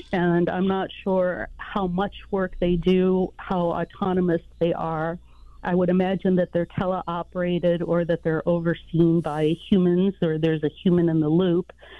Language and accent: English; Wisconsin, United States; I'm from Wisconsin